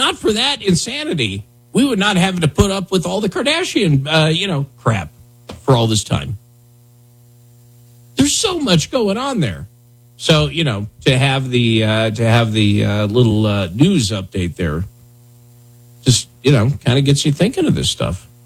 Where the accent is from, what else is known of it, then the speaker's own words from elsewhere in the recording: Wyoming, United States; moved away as an adult; I'm from Wyoming.